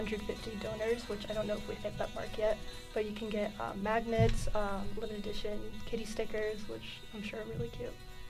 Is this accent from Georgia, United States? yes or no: no; Austin, Texas, United States; moved away as an adult; now in Boulder, United States; Yeah, I'm from Austin, Texas